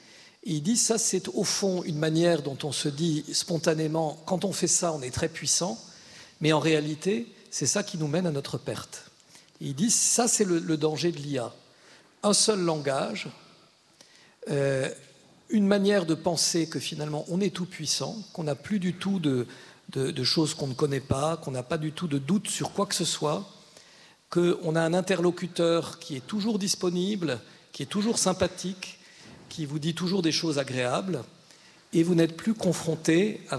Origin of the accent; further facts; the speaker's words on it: Grand Est, France; now in Bayonne, France; moi je suis alsacien, alors j'y suis sensible aussi à la pluralité des langues